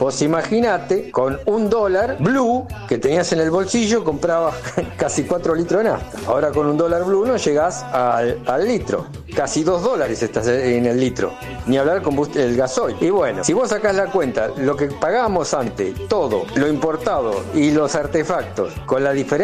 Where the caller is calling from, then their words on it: Exaltación de la Cruz, Buenos Aires Province, Argentina; de Exaltación de la Cruz